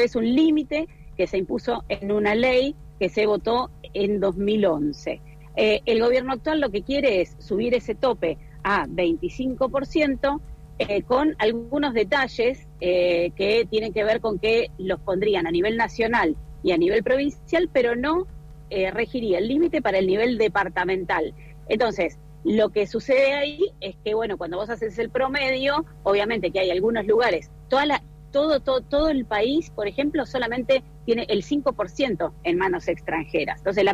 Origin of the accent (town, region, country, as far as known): Chubut, Argentina